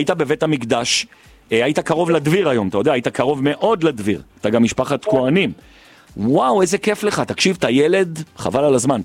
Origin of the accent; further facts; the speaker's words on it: Jerusalem, Jerusalem District, Israel; אני ירושלמי, אז אני אגיד